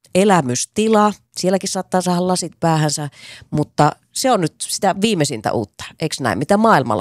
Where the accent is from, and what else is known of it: Oulu, North Ostrobothnia, Finland